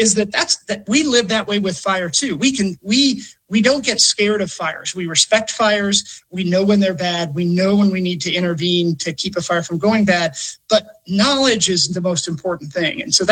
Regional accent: Gulf Coast, United States; I grew up in the Gulf Coast. So I grew up with hurricanes. And interesting, if you grew up in the Gulf Coast, you're not scared of a hurricane.

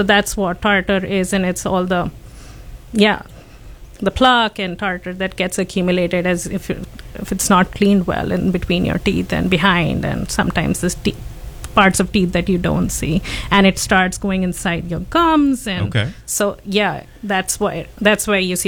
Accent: India; born or raised there

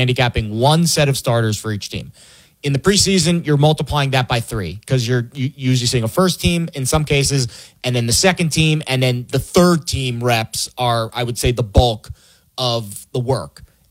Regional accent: Florida, United States; I grew up in South Florida and in the 90s.

